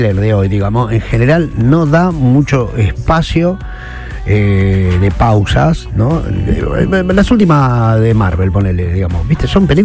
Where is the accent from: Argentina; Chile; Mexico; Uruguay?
Argentina; Soy argentino.